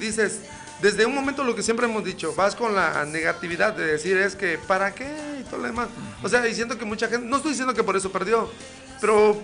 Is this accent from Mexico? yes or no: yes; Mexico; seguimos siendo mexicanos